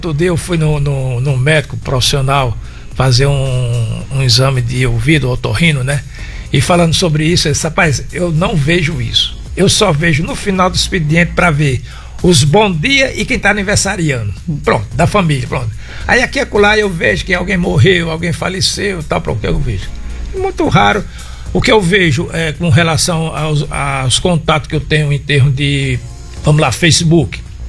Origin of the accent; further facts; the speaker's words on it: Mossoró, Rio Grande do Norte, Brazil; also born or lived in São Paulo; Nasci em Mossoró. É, desde novinho, é.